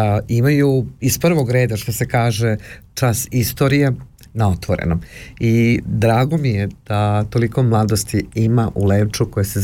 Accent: Prevešt, Šumadija and Western Serbia, Serbia; ja kaže, pa ja sam baš iz Prevešta.

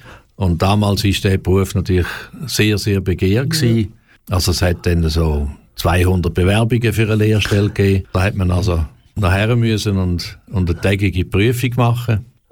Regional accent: Romanshorn, Thurgau, Switzerland; also born or lived in Münsterlingen; Also geboren bin ich im Kanton Thurgau in Münsterlingen und aufgewachsen in Romanshorn. Dort noch Ziegfröhren erlebt auf dem Bodensee und jetzt aber schon seit vielen Jahren im Kanton Aargau zu Hause.

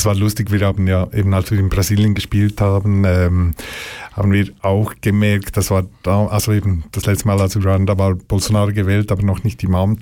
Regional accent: Switzerland

